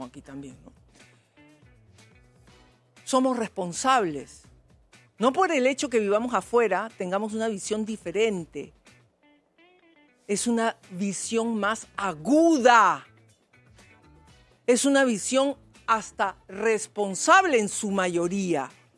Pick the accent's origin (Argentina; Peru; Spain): Peru; Finalmente, somos peruanos, pero tenemos mucho que trabajar